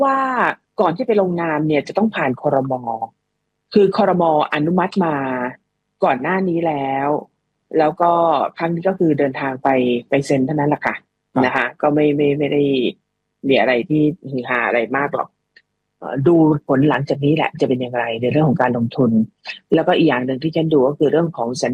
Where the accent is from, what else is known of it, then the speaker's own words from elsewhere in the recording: China; Thai is a second language; แต่พวกผมเนี่ยคนจีนเนี่ยไม่ได้เห็นสิ่งที่พวกพี่เห็นนะครับ